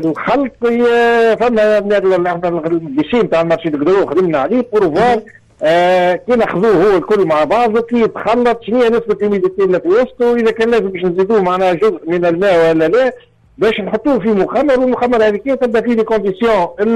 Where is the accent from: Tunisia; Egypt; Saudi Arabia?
Tunisia; عندنا في تونس